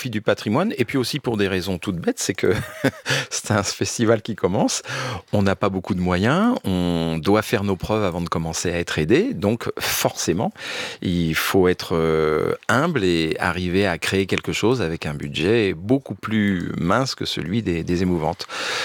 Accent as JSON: {"language": "French", "town": "Orléans", "region": "Centre-Val de Loire", "country": "France", "tie": "born or raised there", "said": "J'ai grandi à Orléans et c'est tout à côté"}